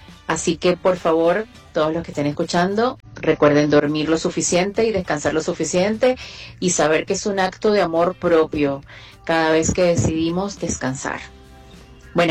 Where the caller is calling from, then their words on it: Buenos Aires, Argentina; de San Telmo